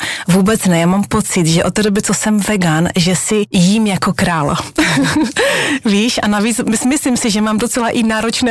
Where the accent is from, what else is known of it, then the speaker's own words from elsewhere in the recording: Moravia, Czechia; vrátila zpátky na Moravu, odkud pocházím